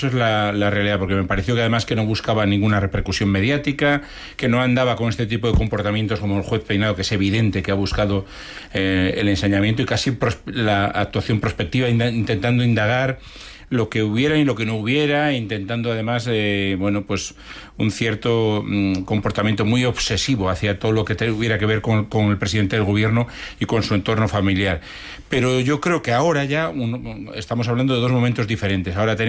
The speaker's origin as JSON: {"language": "Spanish", "region": "Galicia", "country": "Spain", "said": "en España, fíjate, yo que vengo de Galicia, me acuerdo perfectamente"}